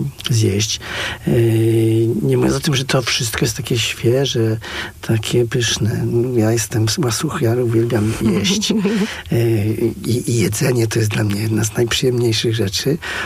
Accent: Silesian Voivodeship, Poland; I ja pochodzę spod Częstochowy, więc tam troszeczkę inne te granaty były

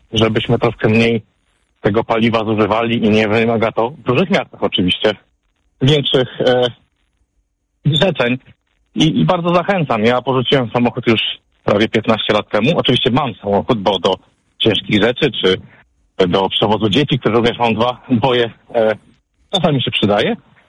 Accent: Warsaw, Masovian Voivodeship, Poland; jestem z Warszawy.

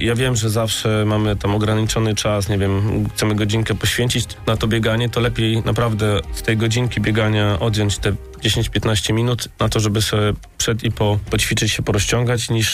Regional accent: Gdańsk, Pomeranian Voivodeship, Poland; Jestem z 1980 roku, wychowałem się na osiedlu Chełm tutaj w Gdańsku

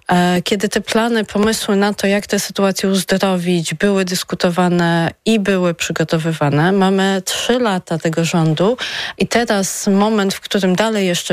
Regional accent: Lublin, Lublin Voivodeship, Poland; Ja pochodzę z Lublina

